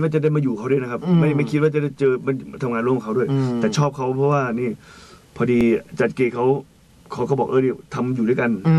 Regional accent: Saraburi, Thailand; ผมสระบุรีครับผม

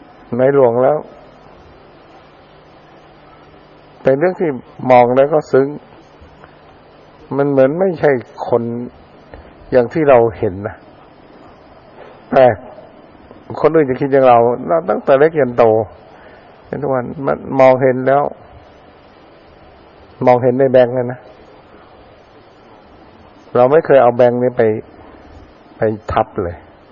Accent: Suphan Buri, Thailand; ตอนนั้นก็อายุประมาณ10ขวบมั้งมาจากสุพรรณก็ล่องเรือมาพักที่บางกอก

